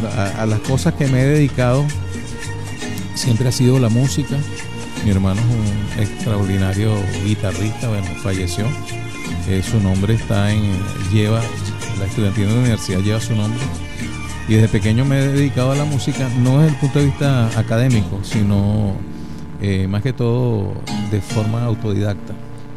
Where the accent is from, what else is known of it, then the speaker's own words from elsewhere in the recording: Valencia, Carabobo, Venezuela; born there; realmente yo nací en Valencia